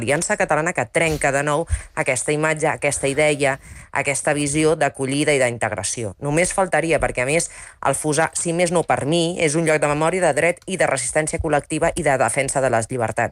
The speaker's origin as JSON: {"language": "Catalan", "region": "Catalonia", "country": "Spain", "tie": "born there", "said": "dins d'una família on tinc gallecs, on tinc persones migrants i on jo sóc catalana nascuda i orgullosa"}